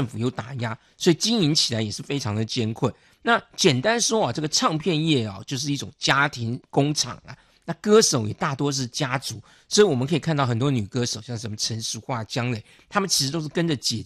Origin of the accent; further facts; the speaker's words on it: Taiwan; 这也就是我们台湾人所谓的老三台。